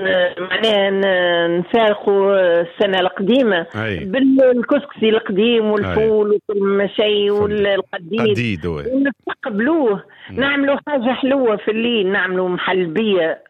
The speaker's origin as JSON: {"language": "Arabic", "country": "Tunisia", "said": "أنا راني تونسي عندي 54 سنة في جمال"}